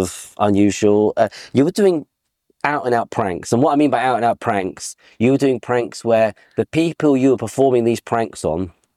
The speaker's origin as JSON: {"language": "English", "town": "Selhurst", "region": "London", "country": "United Kingdom", "said": "from Selhurst. Because I was a child."}